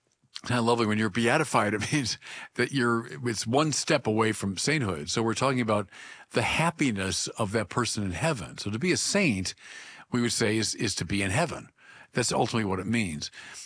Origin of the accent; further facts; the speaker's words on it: Illinois, United States; Yeah, well, he's from my home state of Illinois